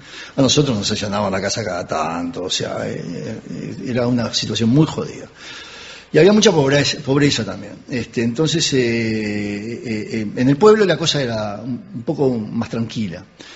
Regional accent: Montevideo, Uruguay; also born or lived in Juan Lacaze; En realidad yo nací en Juan Lacase, pero de chiquito me trajeron a Montevideo.

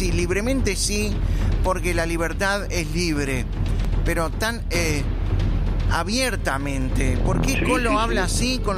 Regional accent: Uruguay

